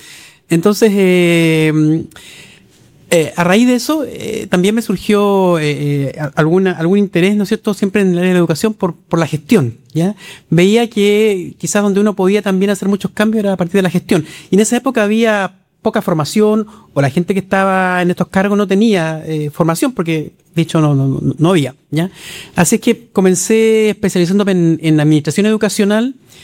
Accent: Concepción, Biobío, Chile; Yo soy penquista de nacimiento, siempre he vivido en la región. He estado en algún periodo, por razones académicas, de estudios fuera, pero en general siempre en mi región.

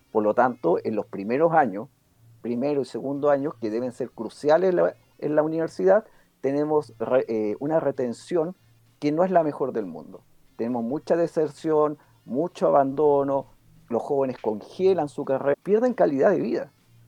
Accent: Chile; como se dice acá en chileno

